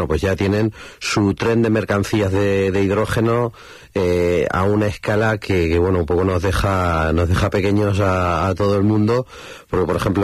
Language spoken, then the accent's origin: Spanish; Puertollano, Castilla-La Mancha, Spain; que eras de España, te felicitaban por haber ganado el Mundial de Fútbol y a continuación te decían de dónde eres y cuando decías de Puerto Llano decían, ah, es que hay mucho hidrógeno